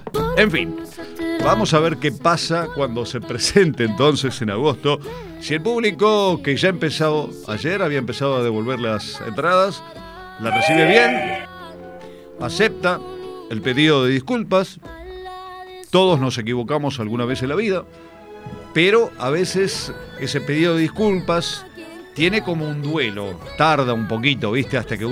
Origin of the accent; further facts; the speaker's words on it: Argentina; los argentinos somos un poco resentidos